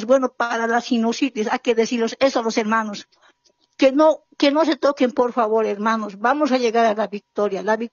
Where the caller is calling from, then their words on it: Bolivia; Por eso somos bolivianos. Los bolivianos somos bien fuertes en lucha, hermana.